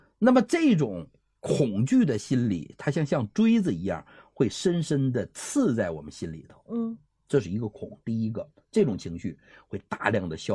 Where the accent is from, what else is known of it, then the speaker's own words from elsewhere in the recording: China; 其实我们中国人，你知道吗？最忌讳的这个"死"字儿